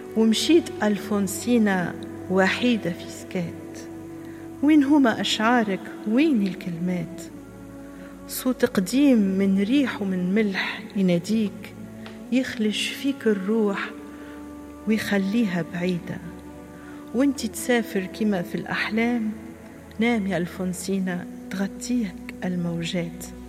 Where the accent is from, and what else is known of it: Tunisia